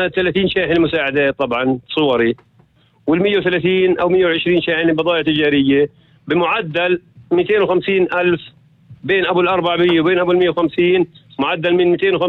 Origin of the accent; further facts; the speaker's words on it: West Bank, Palestine; عندنا في الضفة الغربية